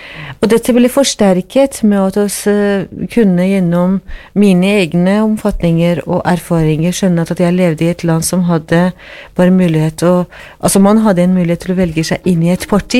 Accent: Iran; Norwegian is a second language; now in Norway; og det gjør slik at jeg ikke kan reise til mitt hjemland. Men jeg er muslim, men jeg er gift med katolikk, og etter ekteskapsloven i Iran

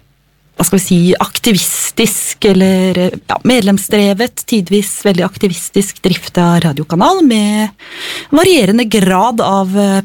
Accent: Oslo, Norway; født og oppvokst I Oslo

